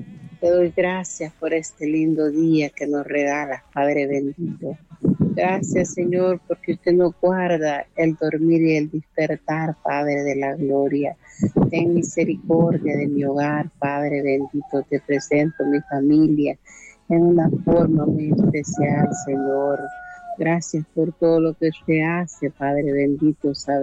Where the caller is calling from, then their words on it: Honduras; Le llamo de La Picota.